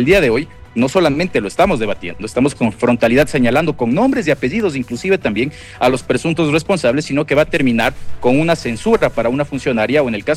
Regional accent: Ecuador; la responsabilidad que tenemos como ecuatorianos

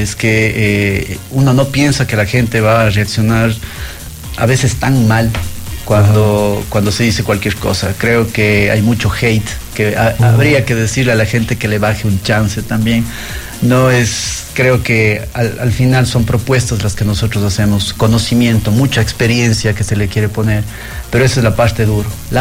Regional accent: Cuenca, Azuay, Ecuador; como buen cuencano, siempre regreso a la tierra

